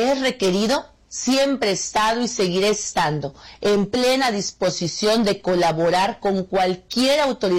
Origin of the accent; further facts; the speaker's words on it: Mexico; Como mujer mexicana y como gobernadora, siempre defenderé nuestra soberanía.